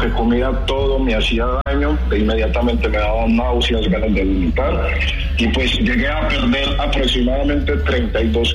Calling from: La Ceja, Antioquia, Colombia; Yo me encuentro acá en La Ceja, en este momento.

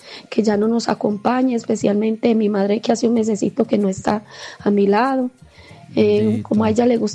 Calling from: Colombia; de La Quiebrita

